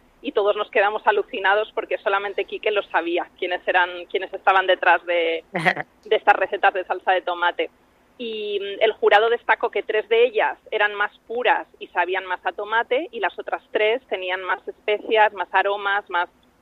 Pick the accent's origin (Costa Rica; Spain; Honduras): Spain; Valladolid, Castile and León; now in Altea, Spain; Yo misma soy de Valladolid, aunque vivo en Altea.